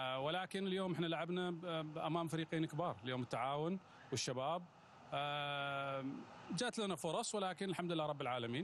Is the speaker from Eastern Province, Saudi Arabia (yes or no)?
yes; Eastern Province, Saudi Arabia; واحنا من اهل الشرقيه نتمنى اجواء افضل،